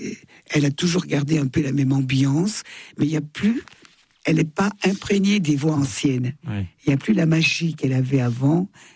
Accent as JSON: {"language": "French", "town": "Thonon-les-Bains", "region": "Auvergne-Rhône-Alpes", "country": "France", "tie": "born or raised there", "said": "Je vais être à Thonon-les-Bains, ma ville natale."}